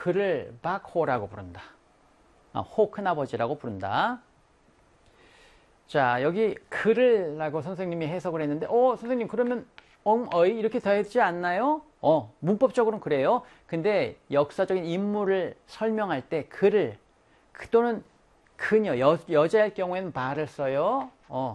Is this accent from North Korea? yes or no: no; South Korea; 우리 한국인으로서